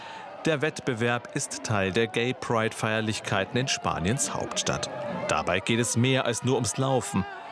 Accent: Peru; now in Germany; Ich komme aus Peru und mir gefällt es hier sehr gut. Denn in meinem Land gibt es keine Veranstaltungen dieser Größenordnung.

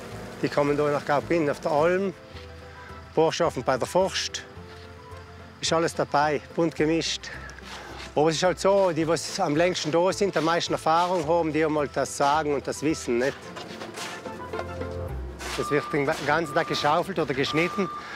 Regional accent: Naturns, Trentino-Alto Adige, Italy; Ja, wir kommen großteils aus Natur und von den Nebendörfern.

